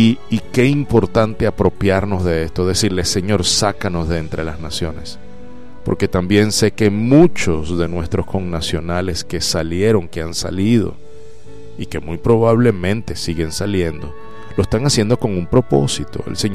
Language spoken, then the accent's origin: Spanish; Venezuela; Yo sí creo que el Señor está haciendo eso en mi tierra maravillosa, en mi país.